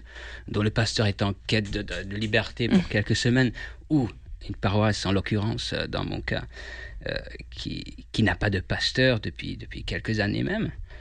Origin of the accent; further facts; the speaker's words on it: Hungary; French is a second language; moved away as an adult; now in France; Moi, je suis d'origine hongroise et ça fait bientôt 4 ans que je suis en France. Je suis arrivé dans le cadre d'un échange étudiant Erasmus en août 2022, puisque avant, j'étais étudiant à la faculté luthérienne de théologie de Budapest